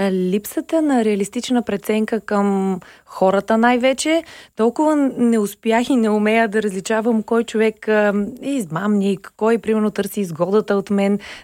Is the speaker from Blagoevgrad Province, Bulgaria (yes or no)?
yes; Blagoevgrad, Blagoevgrad Province, Bulgaria; now in Sofia, Bulgaria; идвайки тук да се боря сама, нали, в големия град, понеже аз съм от Благоевград